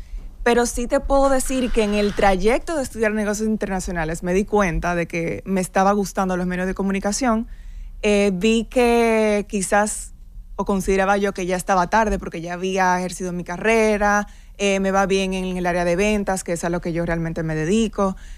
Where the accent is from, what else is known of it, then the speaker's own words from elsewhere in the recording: Santo Domingo Norte, Santo Domingo, Dominican Republic; yo realmente fui criada en Villamella y en Guaricano.